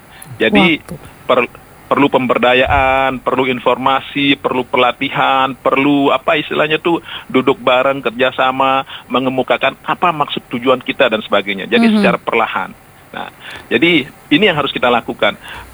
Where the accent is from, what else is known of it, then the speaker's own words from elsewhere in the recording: Lombok, West Nusa Tenggara, Indonesia; Kita orang Lombok